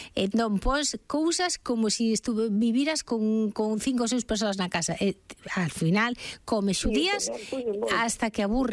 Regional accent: Galicia, Spain; Bueno, pero como os galegos cando plantamos, non somos pobres

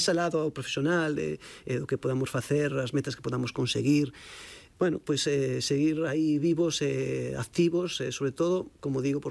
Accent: Galicia, Spain; é o que nos fai a como galegos enriquecernos tal cual somos, a nosa cultura, non?

